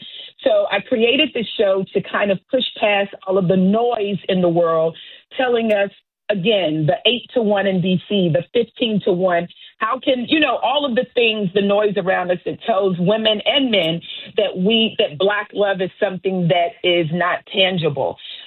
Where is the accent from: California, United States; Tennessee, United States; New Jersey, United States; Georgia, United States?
Tennessee, United States; Memphis; I'm from Memphis, Tennessee, Orange Mound. So I am from the inner city